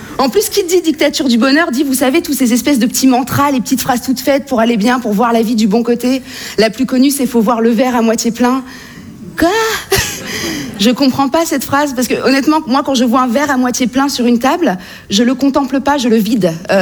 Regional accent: France; on est français, on peut s'enorgueillir un peu, on est la grande nation de la gastronomie.

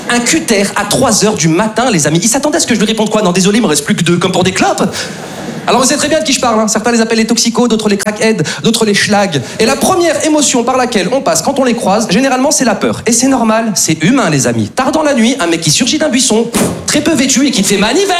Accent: Lyon, Auvergne-Rhône-Alpes, France; now in Paris, France; je suis originaire de province, je suis originaire de Lyon et c'est vrai qu'avant de m'installer sur Paris, j'avais des petites appréhensions sur cette ville

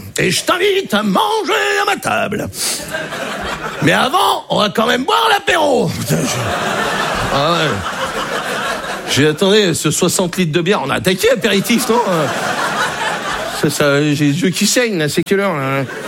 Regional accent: Brittany, France; Je suis breton, hein, moi j'ai été accepté en Bretagne

